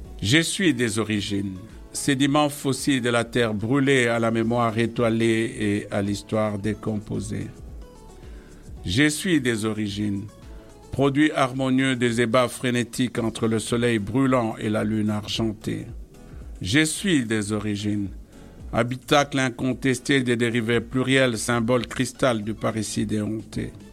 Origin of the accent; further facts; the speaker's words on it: DR Congo; je viens de la République démocratique du Congo.